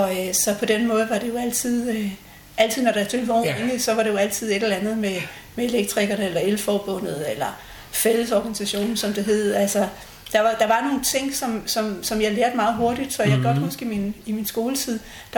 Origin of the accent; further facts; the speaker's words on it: Nakskov, Zealand, Denmark; now in Rødovre, Denmark; Jeg er født i Nakskov, på Nakskov sygehus.